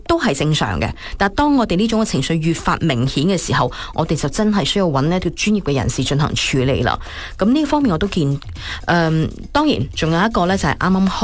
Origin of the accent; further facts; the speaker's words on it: Guangdong, China; 我们广东人最喜欢找东西吃的